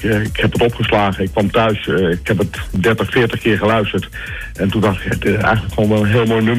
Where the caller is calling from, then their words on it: Soesterberg, Utrecht, Netherlands; Ik kom uit Soesterberg, het hartje van het land.